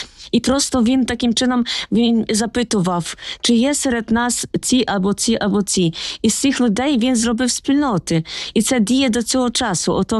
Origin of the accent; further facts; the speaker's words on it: Poland; moved away; я сама з Польщі родом